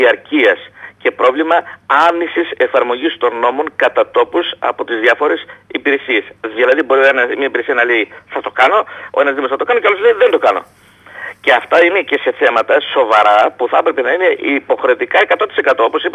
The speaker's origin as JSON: {"language": "Greek", "country": "Greece", "said": "σαν Έλληνες είμαστε πάρα πολύ εύπιστοι."}